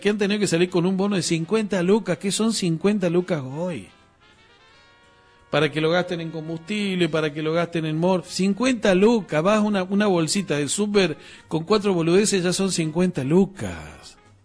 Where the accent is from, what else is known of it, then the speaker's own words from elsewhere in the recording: Argentina; nuestro peso argentino es el que tiene curso legal.